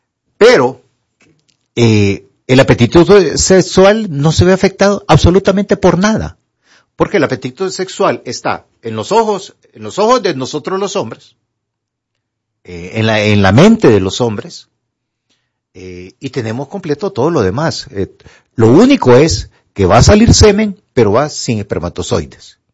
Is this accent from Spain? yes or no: no; Honduras; la tormenta que pasamos nosotros como hondureños.